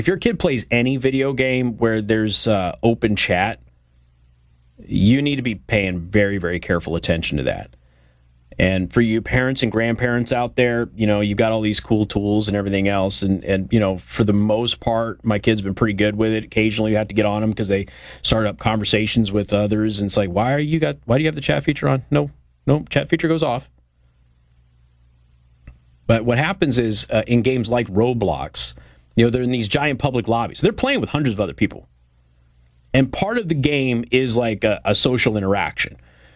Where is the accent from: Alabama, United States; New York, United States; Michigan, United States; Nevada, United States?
Nevada, United States; Las Vegas; Now, I come from Las Vegas. I run into this stuff a lot.